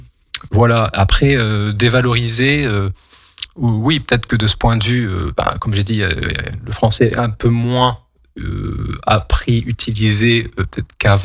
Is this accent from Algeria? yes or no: yes; Kabylie, Algeria; Même si je suis kabyle, je parle le kabyle, donc le dialecte, mais la langue amazigh écrite, je ne la parle pas.